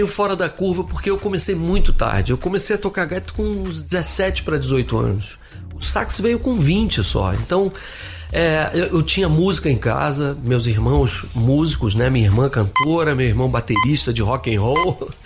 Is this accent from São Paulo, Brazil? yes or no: no; Brasília, Federal District, Brazil; also born or lived in Rio de Janeiro; Em Brasília, que eu sou um carioca que cresceu lá, né?